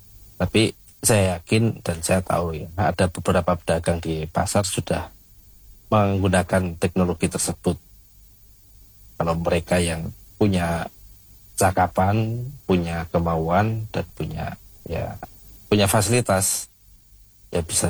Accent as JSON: {"language": "Indonesian", "town": "Ponorogo", "region": "East Java", "country": "Indonesia", "lives_now": "Yogyakarta, Indonesia", "said": "walaupun saya orang Ponorogo tinggal di Jogja"}